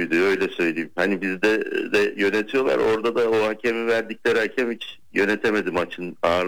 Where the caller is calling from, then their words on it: Ankara, Turkey; Ankara'dan